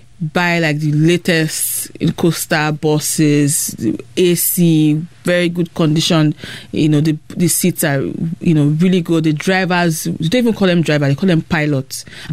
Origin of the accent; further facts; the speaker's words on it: Ibadan, Oyo, Nigeria; Like, I grew up in Ibadan. I wasn't used to that hard life